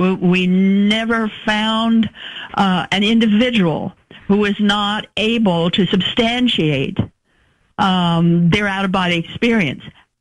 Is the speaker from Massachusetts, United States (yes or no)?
no; Idaho, United States; moved away; back in Idaho, I come from Idaho, state of Idaho.